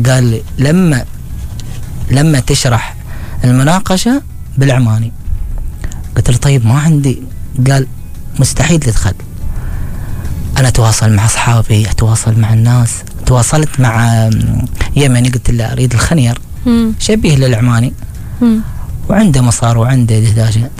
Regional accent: Oman; انت من وين؟ من عمان.

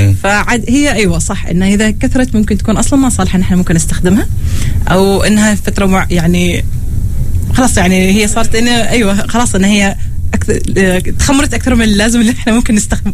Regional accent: Oman; نحن عندنا في عمان

